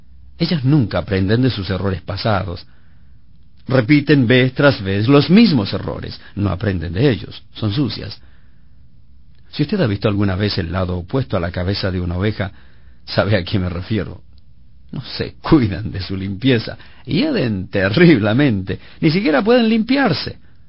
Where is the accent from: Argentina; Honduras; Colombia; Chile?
Chile; Punta Arenas, Magallanes and Chilean Antarctica; moved away; mi ciudad de origen, en Punta Arenas, Chile, zona donde existen muchas ovejas.